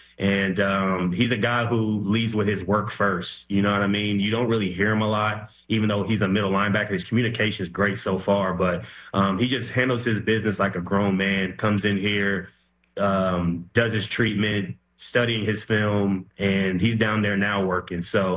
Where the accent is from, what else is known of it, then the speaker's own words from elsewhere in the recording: Indianapolis, Indiana, United States; So I'm from Indianapolis, so like I'm familiar with the area.